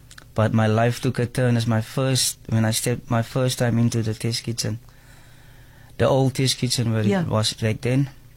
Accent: Cape Town, Western Cape, South Africa; I'm originally from Cape Town, and I grew up in Mitchell's Plain. All my childhood, I've been living in Mitchell's Plain. Grew up with my aunt.

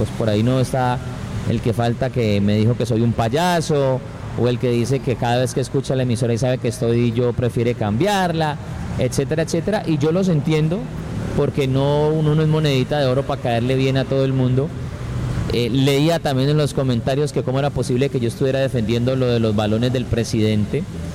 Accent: Cali, Valle del Cauca, Colombia

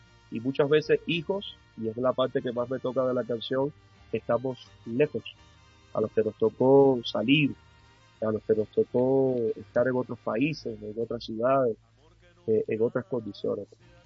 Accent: Cuba; moved away as an adult; now in Colombia; los cubanos tenemos la música en la sangre. Como el colombiano también. Entonces yo, llegando a Colombia, ya en Cuba lo había hecho. Llegando a Colombia, actualmente trabajo como músico

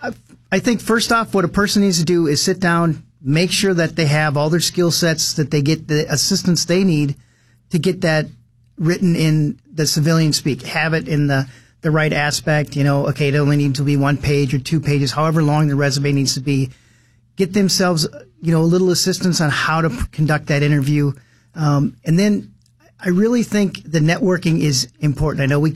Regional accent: Delano, California, United States; and this is home. I mean, I grew up in Delano.

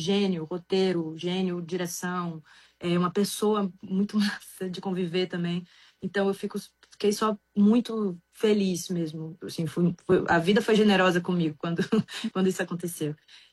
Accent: Bahia, Brazil; also born or lived in Salvador; now in Rio de Janeiro, Brazil; Eu sou do interior, quer dizer, nasci na capital, nasci em Salvador e cresci no interior.

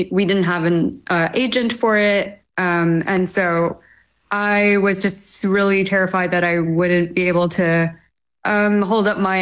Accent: Taiwan; It was sort of serendipitous in that I'm from Taiwan. I grew up there. I was already in the US

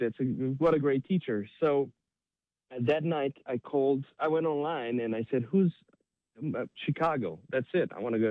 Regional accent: Romania; moved away as an adult; now in United States; I was 20 years old, so I was born and raised in Romania in a very musical family.

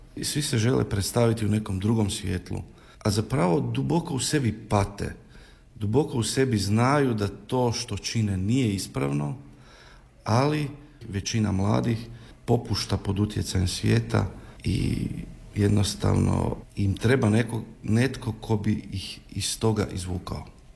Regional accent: Croatia; tu kod nas u Hrvatskoj

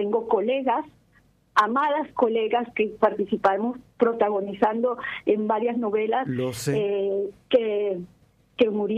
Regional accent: Caracas, Capital District, Venezuela; now in Argentina; De Caracas, la capital.

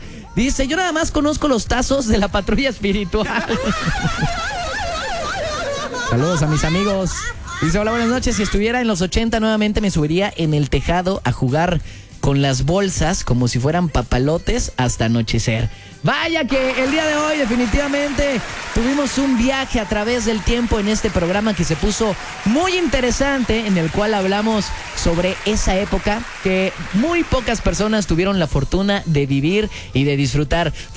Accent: Córdoba, Veracruz, Mexico; now in Veracruz, Mexico; yo soy de Córdoba

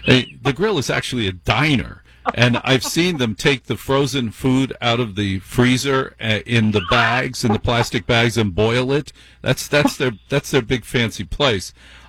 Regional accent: Newark, New Jersey, United States; born there; And I was born in Newark.

